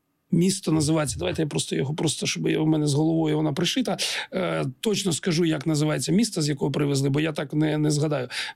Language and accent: Ukrainian; Donbas, Ukraine; І хоча я народився на півночі Сходу, моя молодість прийшла на Донбасі. Я східняк по суті.